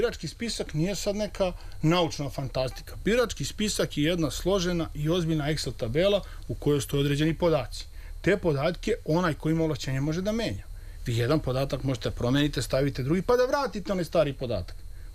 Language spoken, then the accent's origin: Serbian; Bajina Bašta, Zlatibor District, Serbia; pošto ja dolazim iz Bajine Bašte, tamo su bili lokalni izbori, jako dobro poznajem taj teren